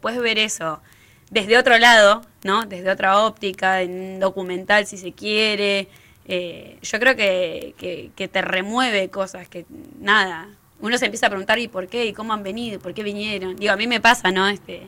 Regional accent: Santa Cruz, Argentina; vengo de una familia ganadera pionera de la provincia de Santa Cruz, que vinieron hace muchos años mi familia acá

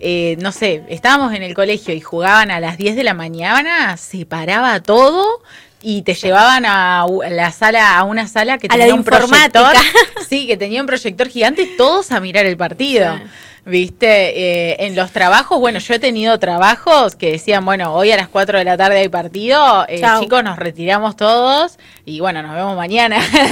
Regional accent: Argentina; también es algo que nos caracteriza como argentinos a nosotros

